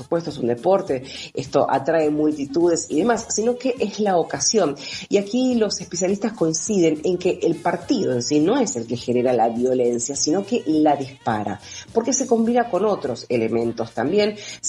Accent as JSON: {"language": "Spanish", "country": "Argentina", "said": "cómo somos los argentinos con respecto al fútbol, al mundial, al seleccionado."}